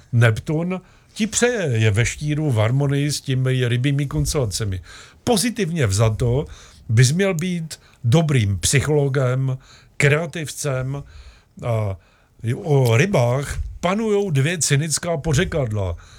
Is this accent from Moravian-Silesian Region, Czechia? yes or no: yes; Ostrava, Moravian-Silesian Region, Czechia; also born or lived in Opava; Narodil jsem se v Opavě, ale vyrůstal v Ostravě a ty v Čeladné udělal výsadek, takže jsme oba dva synci z kraje Razovitého.